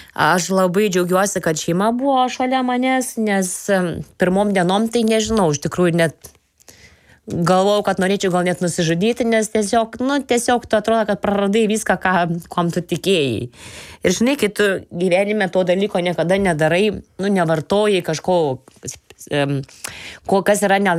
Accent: Panevėžys, Panevėžys County, Lithuania; Vis tiek aš jaučiu, kad aš garsinu ir Lietuvą, ir savo gimtąjį miestą Panevėžį.

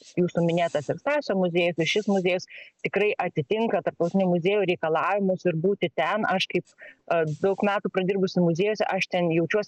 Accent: Vilnius, Vilnius County, Lithuania; esu Vilnietė

